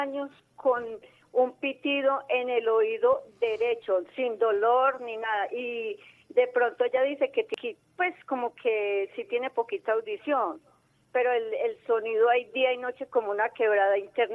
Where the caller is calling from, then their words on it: El Salvador; de El Salvador.